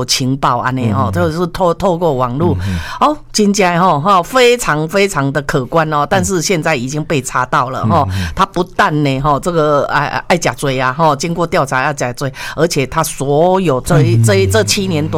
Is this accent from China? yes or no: no; Taiwan